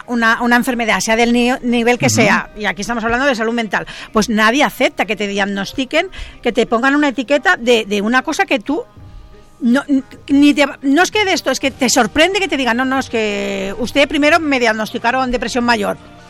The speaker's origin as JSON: {"language": "Spanish", "town": "L'Hospitalet de Llobregat", "region": "Catalonia", "country": "Spain", "tie": "born or raised there", "said": "Yo nací en Hospitalet y me crié hasta los 18 años en Santuralia."}